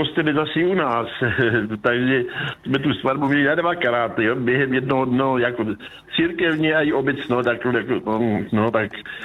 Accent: Olbramovice, South Moravian Region, Czechia; born there; tak já jsem se narodil v Olramovicích u Moravského Krumlova. To nejsou ty Olramovice někde u Benešova, tak to jsou tady u Moravského Krumlova.

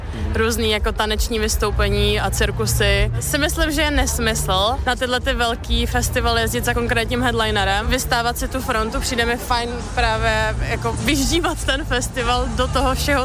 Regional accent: Prague, Czechia; jsem z České republiky z Prahy.

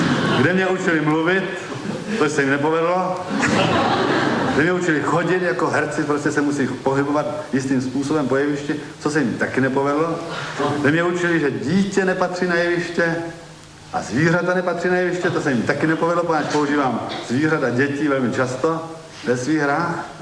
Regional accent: Vizovice, Zlín Region, Czechia; moved away as an adult; also born or lived in Brno; now in Czech Republic; V 18 letech jsem opustil svoje rodné město a ještě donedávna jsem větší část svého života prožil ve Vizovicích, než kdekoliv jinde.

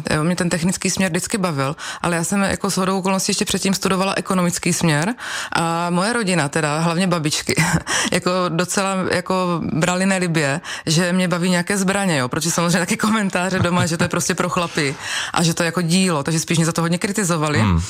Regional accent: South Moravian Region, Czechia; now in České Budějovice, Czechia; Je to tak, já jsem původem z Jižní Moravy, což si myslím, že možná i posluchači v průběhu rozhovoru asi uslyší.

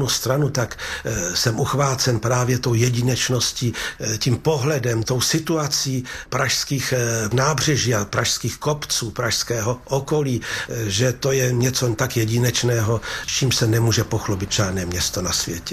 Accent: Prague, Czechia; Pro mě ideální Praha byla Praha mého dětství

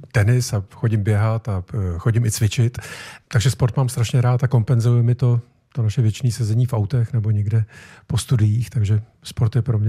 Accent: Beroun, Central Bohemian Region, Czechia; Já jsem z Berouna, my v Berouně máme svoji základní uměleckou školu

